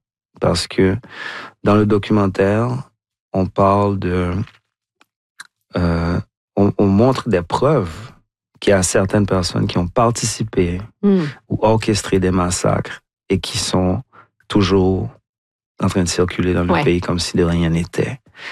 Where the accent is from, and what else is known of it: Haiti; born or raised there; moved away